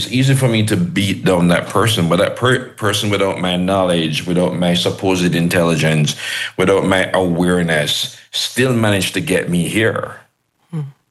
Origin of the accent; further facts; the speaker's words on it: Jamaica